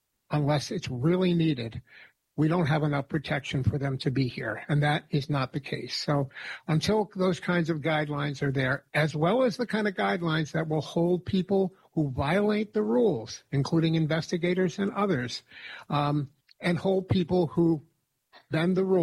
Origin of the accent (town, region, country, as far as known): Troy, New York, United States